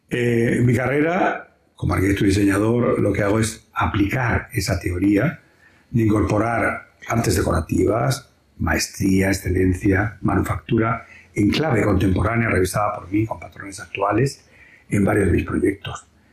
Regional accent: Toledo, Castilla-La Mancha, Spain; yo soy toledano

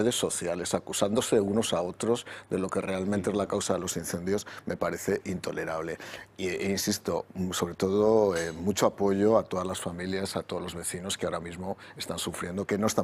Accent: Spain; Y como somos los españoles, ahí de pronto llegamos los que estábamos y de pronto aparecieron como 30 más.

